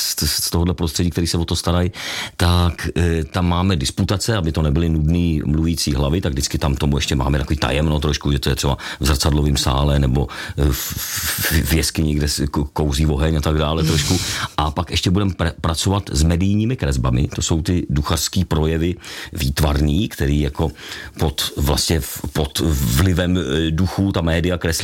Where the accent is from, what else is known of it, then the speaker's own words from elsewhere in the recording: Vrchlabí, Hradec Králové Region, Czechia; jakožto rodák z Vrchlabí. Takže to je moje jako domovina, byť teda jako ta vysoká střední Asie, ten Afghánistán, Tádžikistán, Pákistán je druhá domovina